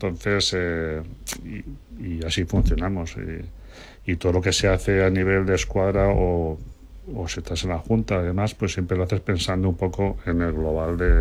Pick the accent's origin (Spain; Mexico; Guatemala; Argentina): Spain; Valencia, Valencian Community; moved away as an adult; now in Ontinyent, Spain; yo como me he criado sobre Valencia